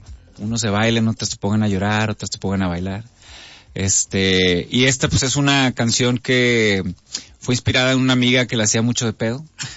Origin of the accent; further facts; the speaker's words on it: Monterrey, Nuevo León, Mexico; Híjole, pues es Monterrey Centro. Crecí entre las Mitras. Luego ya me hice San Petrino.